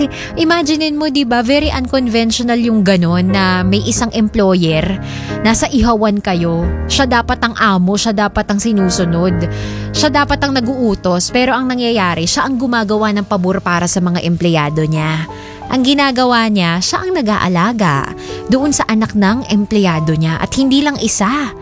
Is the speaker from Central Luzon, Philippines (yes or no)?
yes; Malolos, Central Luzon, Philippines; sa amin sa Malolos, sa may Bulacan